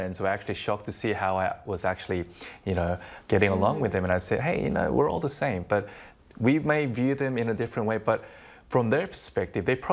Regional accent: Sydney, New South Wales, Australia; Well, I grew up in Sydney where a big event, annual event called the Sydney Gay and Lesbian Mardi Gras is held like every year.

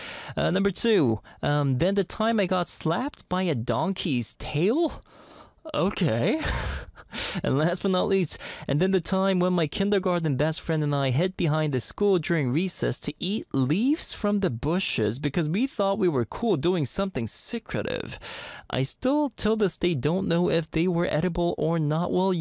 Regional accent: Canada; Growing up in Canada myself, very small family.

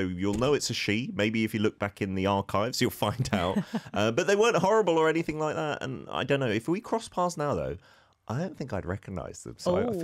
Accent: United Kingdom; moved away; I'm a British gentleman.

